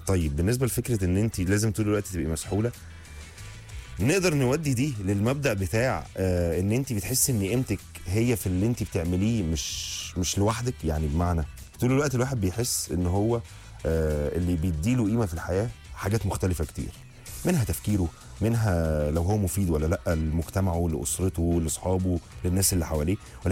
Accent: Alexandria, Alexandria Governorate, Egypt; من اسكندريه، عندي ولد وبنت غالبا في الدراسه

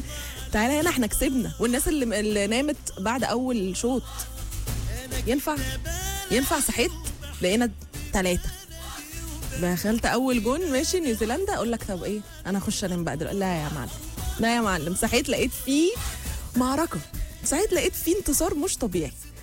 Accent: Egypt; على فكرة احنا مصريين. في الفخر ده اللي عندنا، اللي هو احنا مصريين،

